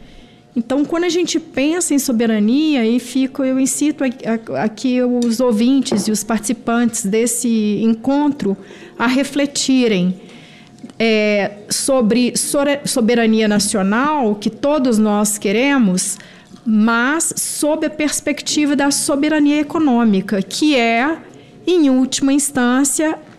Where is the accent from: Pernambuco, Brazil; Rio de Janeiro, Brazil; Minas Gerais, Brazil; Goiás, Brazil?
Minas Gerais, Brazil; como mineira também não posso deixar de dizer que eu sinto, né, eu venho da terra das minas